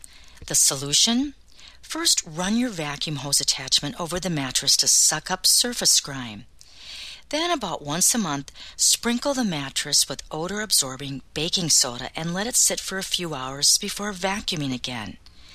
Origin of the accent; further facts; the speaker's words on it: Bronx, New York, United States; I love me a hoop earring. Growing up in the Bronx, they had these things called door knockers.